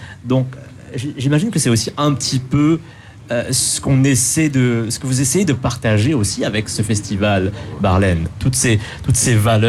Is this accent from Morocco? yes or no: no; Mauritius; surtout à Maurice, parce que en tant que Mauricien, citoyen mauricien, on ne connaît pas forcément tous ces métiers de la chaîne du livre